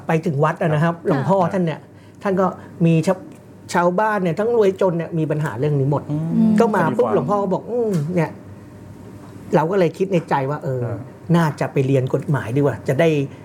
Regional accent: Nakhon Sawan, Thailand; born or raised there; also born or lived in Ubon Ratchathani

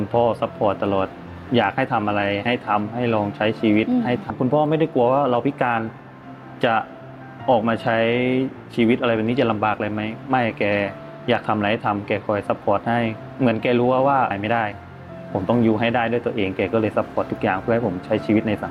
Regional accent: Chumphon, Thailand; also born or lived in Phetchaburi; ผมเกิดที่เพชรบุรีครับแต่ว่าไปโตที่ชุมพรครับก็เหมือนเป็นคนชุมพรแล้ว

